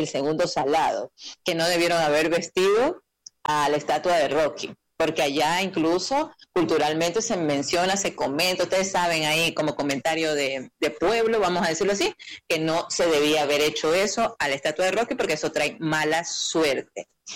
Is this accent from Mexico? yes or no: no; Ecuador